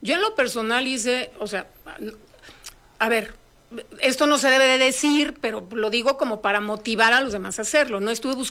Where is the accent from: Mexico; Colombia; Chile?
Mexico; a mí como mexicana me llena de orgullo, ¿no?